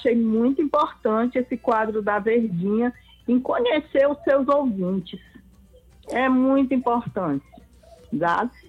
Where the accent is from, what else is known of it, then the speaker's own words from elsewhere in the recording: Angico, Brazil; Então eu sou de Angico, onde nasceu Maria Bonita.